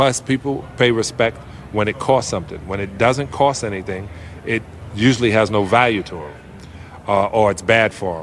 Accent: United States; But I'm a capitalist. I'm an American.

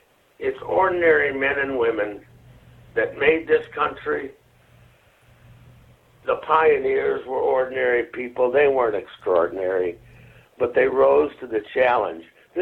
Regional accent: Michigan, United States; I grew up outside of Detroit, and that used to be one of the most vibrant, dynamic cities in the country.

